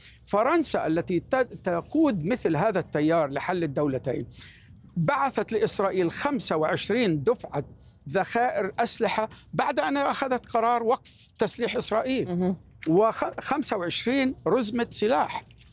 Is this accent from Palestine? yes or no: yes; Deir Dibwan, West Bank, Palestine; في بلدة قريبة من بلدتنا دير دوان